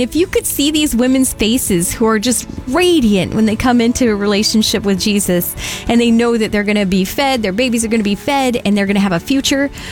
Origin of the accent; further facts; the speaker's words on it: Kenya; born there; I was born there. How did I not know this? I was just I didn't live there very long